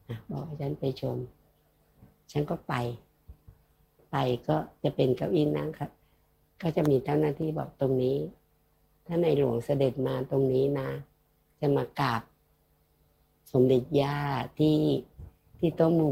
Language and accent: Thai; Bo Phloi, Kanchanaburi, Thailand; born there; ฉันเกิดที่อำเภอบ่อพลอยใช่ไหมคะ